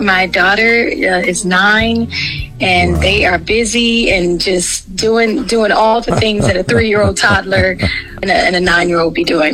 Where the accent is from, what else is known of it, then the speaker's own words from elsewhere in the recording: East Orange, New Jersey, United States; I'm from Jersey. Shout out to East Orange.